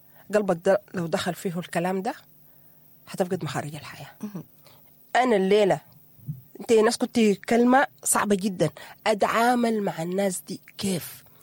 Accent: Sudan; ونحن شعب سوداني شغالين بعواطفنا

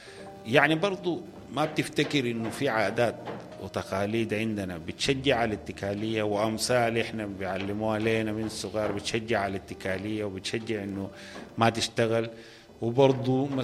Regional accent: Sudan; راحة لنا كلنا كسودانيين

